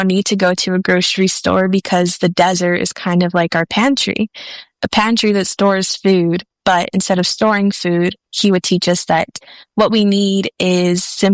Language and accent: English; Tucson, Arizona, United States; I come from the Pascua Yaqui tribe, bario libre and new pascua communities in Tucson, Arizona.